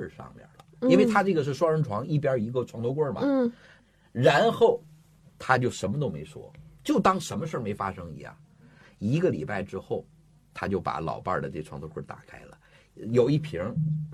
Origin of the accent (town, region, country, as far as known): China